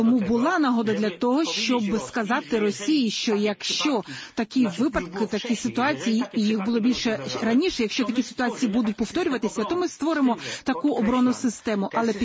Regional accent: Poland; ми, поляки

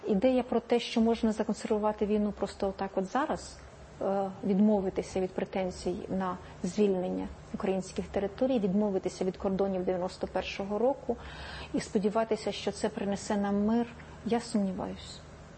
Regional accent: Kyiv, Ukraine; Я киянка, так.

